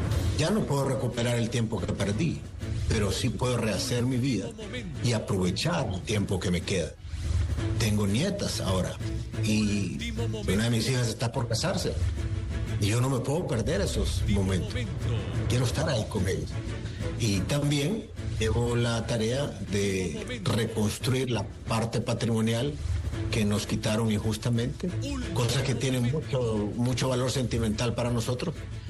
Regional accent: Honduras; moved away as an adult; ahora ya son 4 años de no ver a mi familia, de no regresar a mi tierra.

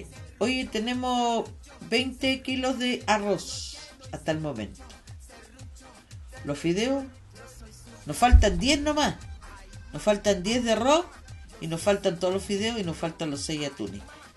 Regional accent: Chile

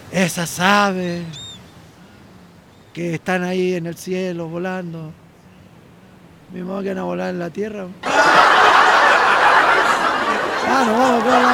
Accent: Coronel, Biobío, Chile; born there; Nos vamos a Coronel, ¿eh? A Coronel, mi tierra natal.

